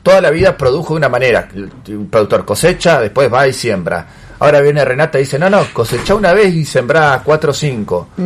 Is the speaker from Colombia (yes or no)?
no; Argentina